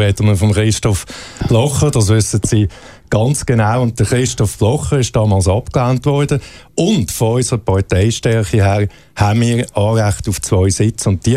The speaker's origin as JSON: {"language": "German", "region": "Aargau", "country": "Switzerland", "tie": "born or raised there", "said": "Nein, ich bin im Frichtal aufgewachsen, aber mein Bürgerort ist Zürich."}